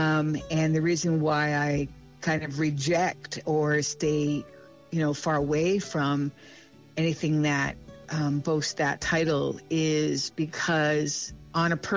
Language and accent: English; Ontario, Canada; from Six Nations of the Grand River. I'm Mohawk in Tuscarora, living and operating my Ojisto publishing label from Six Nations of the Grand River Territory.